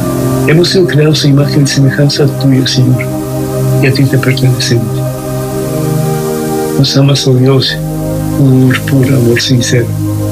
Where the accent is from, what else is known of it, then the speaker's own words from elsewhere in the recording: Cuba; nos ayudes en este tiempo difícil de nuestra vida, como cubanos y como latinoamericanos